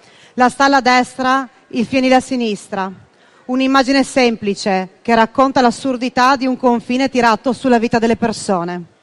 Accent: Gorizia, Friuli-Venezia Giulia, Italy; alla città di Gorizia, alla memoria di quanti, il 16 settembre 47, restituirono all'Italia la mia terra e la mia città.

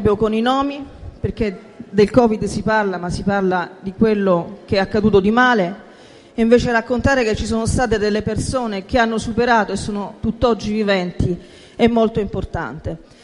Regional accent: Apulia, Italy; Concludo da salentina

